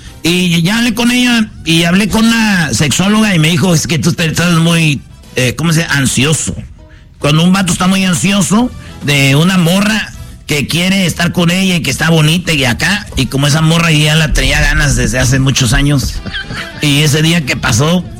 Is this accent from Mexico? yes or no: yes; Jalisco, Mexico; Soy de Los Altos, Jalisco, del estado y de la región más conservadora de México, si no sabías, ¿ok?